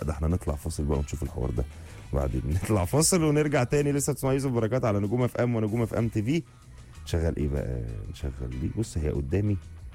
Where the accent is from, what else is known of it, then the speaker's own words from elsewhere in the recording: Sohag, Sohag Governorate, Egypt; طيب السلام عليكم … من سوهاج, عايز اسال سؤال.